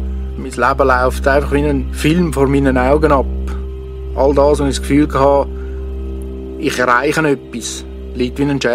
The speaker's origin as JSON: {"language": "German", "country": "Switzerland", "tie": "born there", "also_born_or_lived": "Mexico", "said": "Ich bin in Mexiko auf die Welt gekommen, habe 9,5 Jahre dort gelebt. Dann haben sich meine Eltern entschieden, wieder zurück in die Schweiz zu kommen. Ich habe mich als Schweizer gefühlt, hatte einen Schweizer Pass und habe das Gefühl, ich komme heim."}